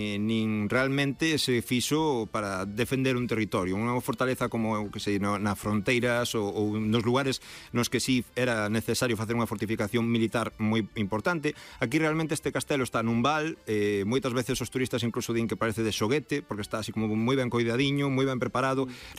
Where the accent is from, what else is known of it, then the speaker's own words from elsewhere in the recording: Vimianzo, Galicia, Spain; Eu evidentemente son de ali, son de Vimianzo